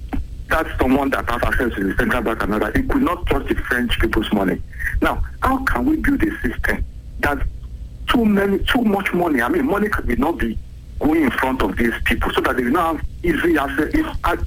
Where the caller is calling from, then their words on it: Ibadan, Oyo, Nigeria; I'm coming from Mokola.